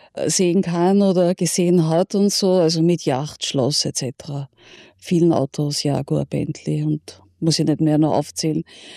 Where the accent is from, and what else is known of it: Linz, Upper Austria, Austria; born or raised there